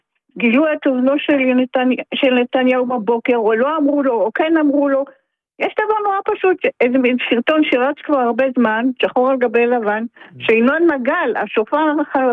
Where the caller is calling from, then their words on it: Petah Tikva, Central District, Israel; כן, אני מפתח תקווה.